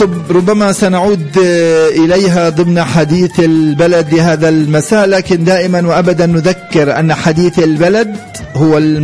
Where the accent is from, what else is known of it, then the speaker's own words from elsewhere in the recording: Bethlehem, West Bank, Palestine; إذن هذه الحالة الجوية ودرجة الحرارة عندنا في بيت لحم الآن 27 درجة مئوية.